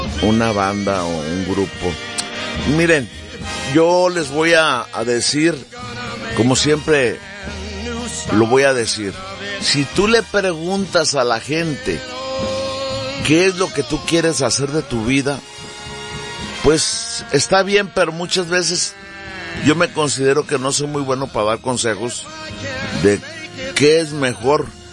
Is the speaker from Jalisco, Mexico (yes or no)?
yes; Ocotlán, Jalisco, Mexico; soy de Ocotlán, y mando saludos a todos los Chávez de todo el mundo